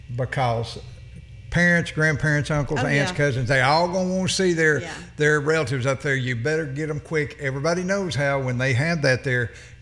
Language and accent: English; Fish Trap, Tennessee, United States; Yeah, I grew up out on Fish Trip.